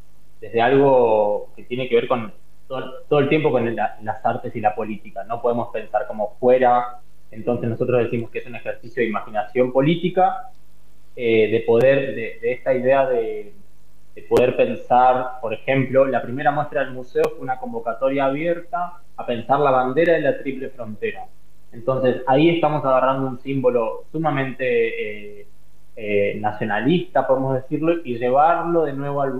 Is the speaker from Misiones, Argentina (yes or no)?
yes; Posadas, Misiones, Argentina; born there; Posadas, que es el lugar donde yo nací, que es frontera con Encarnación, Paraguay